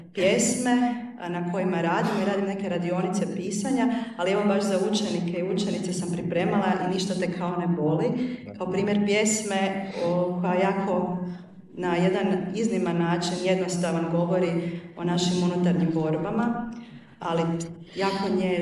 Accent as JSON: {"language": "Croatian", "town": "Petrinja", "region": "Sisak-Moslavina County", "country": "Croatia", "tie": "born or raised there", "said": "sad kad smo se vratili na Petrinju, meni je baš jako bitan moj rodni kraj"}